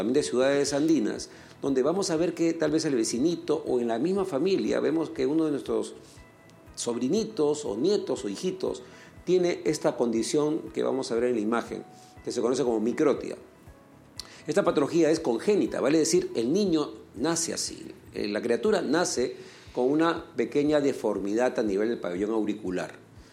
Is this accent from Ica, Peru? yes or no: yes; Ica, Peru; now in Lima, Peru; somos de origen provinciano, me incluyo, soy de Ica, mi familia viene de Ica